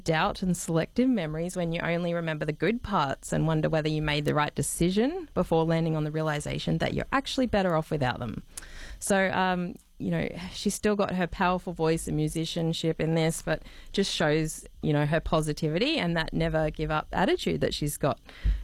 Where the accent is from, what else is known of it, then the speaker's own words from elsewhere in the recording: Townsville, Queensland, Australia; born there; And I was born in Townsville.